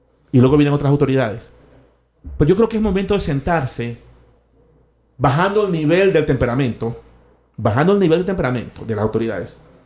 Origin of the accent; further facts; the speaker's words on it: Portoviejo, Manabí, Ecuador; Yo nací y crecí en Puerto Viejo